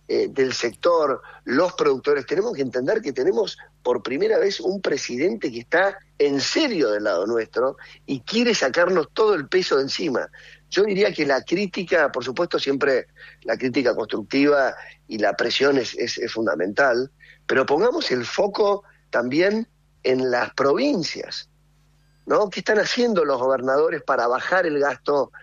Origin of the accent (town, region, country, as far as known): Argentina